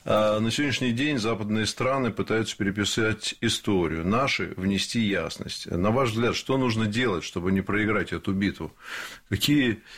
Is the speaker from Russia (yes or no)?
yes; Moscow, Russia; мы москвичи своих не забываем